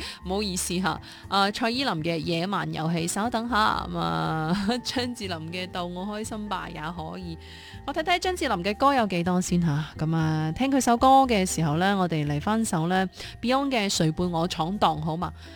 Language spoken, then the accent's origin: Cantonese; Zhaoqing, Guangdong, China; 我哋都系肇庆人民嚟噶嘛，我哋肯定系想我哋嘅家乡能够即系喺省嗰度咧斩露头角噶嘛